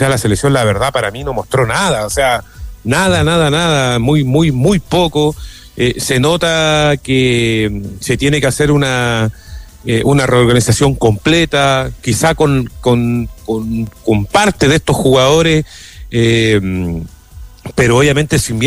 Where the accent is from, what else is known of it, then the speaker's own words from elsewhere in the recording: Chile; Pero el producto selección chilena está por el piso. O sea, lamentablemente somos los últimos de Sudamérica